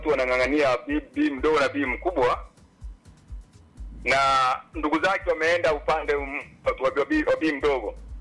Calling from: Mara, Tanzania; mimi kama Mkurya hapa nilipo, najua Wakurya asili nyingi tunaishi na mke zaidi ya mmoja.

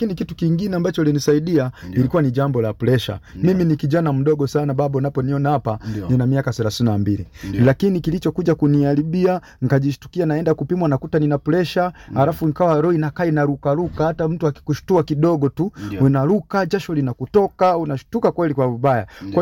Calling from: Iringa, Tanzania; natoka hapa Iringa Ipogoro.

